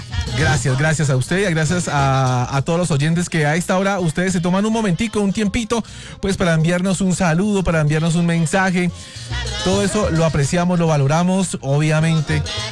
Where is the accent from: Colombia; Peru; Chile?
Colombia; Bucaramanga, Santander; yo soy de Bucaramanga.